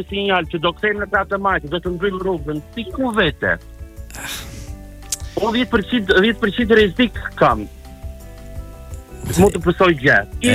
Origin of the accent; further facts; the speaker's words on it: Korçë, Korçë County, Albania; se unë jam nga Korça, jetoj në Korça